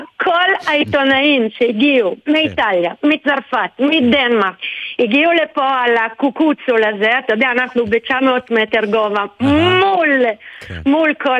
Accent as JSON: {"language": "Hebrew", "town": "Rome", "region": "Lazio", "country": "Italy", "accent": "Italian", "second_language": "Hebrew", "moved": "yes", "lives_now": "Kibbutz Sasa, Israel", "said": "אני מרומא, אבל כבר הרבה שנים אני חברת קיבוץ ססה."}